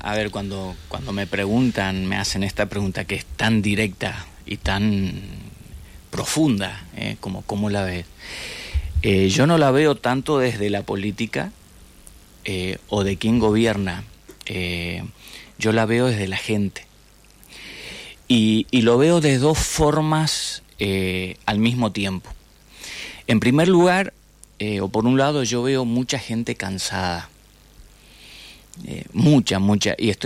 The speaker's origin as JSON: {"language": "Spanish", "region": "Chaco", "country": "Argentina", "tie": "born or raised there"}